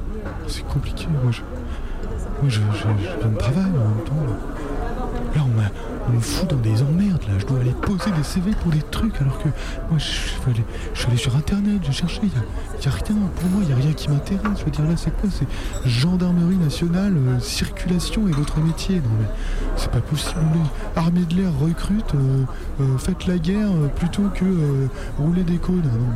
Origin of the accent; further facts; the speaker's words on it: Clermont-Ferrand, Auvergne-Rhône-Alpes, France; je viens de Clermont-Ferrand, clairement pas de taf.